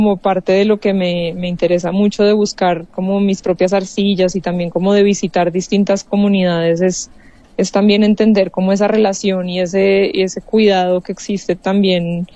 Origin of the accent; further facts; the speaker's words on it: Colombia; Y hay definitivamente como una búsqueda como por volver como a lo propio, como como latinoamericana, como colombiana. Yo siento como un llamado muy grande como por mirar hacia adentro, mirar lo que tenemos en esta región tan increíble que habitamos en este continente.